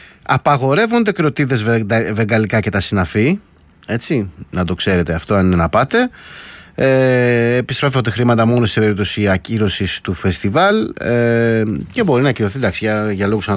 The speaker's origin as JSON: {"language": "Greek", "town": "Milos", "region": "South Aegean", "country": "Greece", "said": "Του χρόνου που θα πάτε και στην πατρίδα μου, τη Μήλο."}